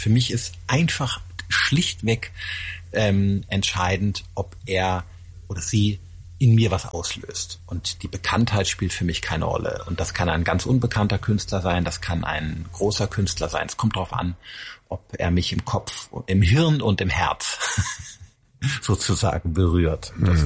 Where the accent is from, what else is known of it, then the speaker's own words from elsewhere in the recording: Rhineland, Germany; Ich komme ja aus dem Rheinland.